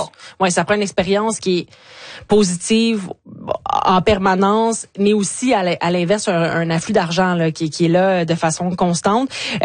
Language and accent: French; Montreal, Quebec, Canada; Moi, j'ai grandi à Montréal.